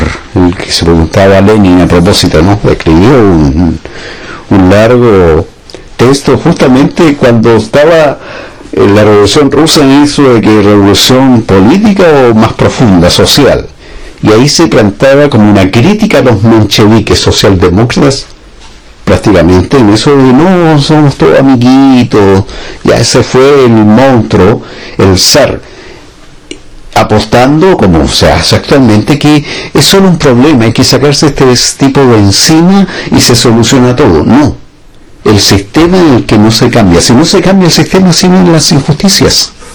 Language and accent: Spanish; Argentina